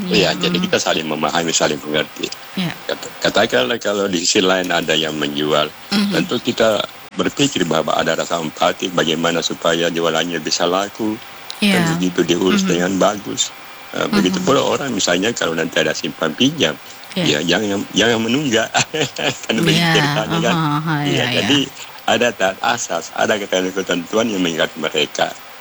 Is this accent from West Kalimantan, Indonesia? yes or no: no; South Sulawesi, Indonesia; apakah betul dia menyewai merah putih nilai-nilai yang dian oleh kita sebagai orang Bugis Makassar.